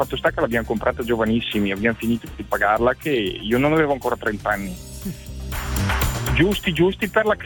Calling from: Lombardy, Italy; Provincia di Cremona.

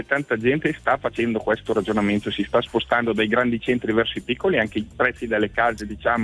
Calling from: Lombardy, Italy; Provincia di Cremona.

